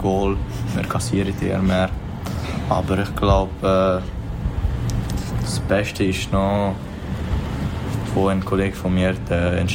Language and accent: German; Kosovo; moved away; ich bin auch 13 Jahre alt und ich komme auch aus dem Kosovo.